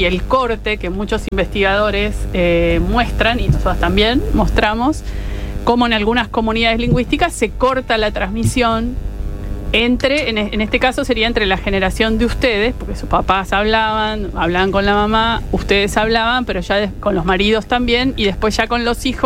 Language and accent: Spanish; Buenos Aires, Argentina; accent: porteño; Tenemos la tonada porteña de base, entonces es un guaraní con una tonada de abajo diferente a la correntina y ya suena todo raro, ¿no?